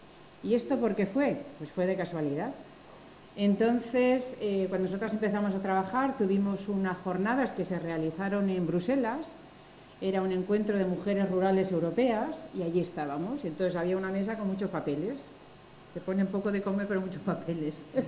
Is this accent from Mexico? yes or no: no; Pozuelo de Calatrava, Castilla-La Mancha, Spain; Yo soy de Pozuelo de Calatrava